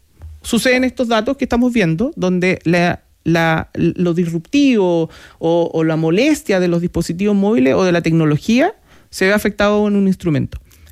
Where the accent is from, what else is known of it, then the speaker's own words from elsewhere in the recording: Punta Arenas, Magallanes, Chile; Y yo soy de Punta Arenas, imagínate. Y era el PlayStation 1, recién llegado. Era uno de los pocos en Punta Arenas que tenía eso.